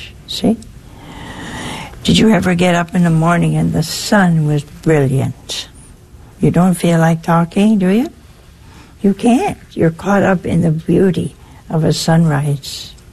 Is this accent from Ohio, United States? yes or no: yes; Ohio, United States; Oh, hey, that's my home state.